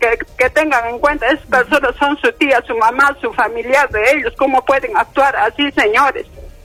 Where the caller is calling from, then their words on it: Arequipa, Peru; Yo soy de Alto Selva Alegre.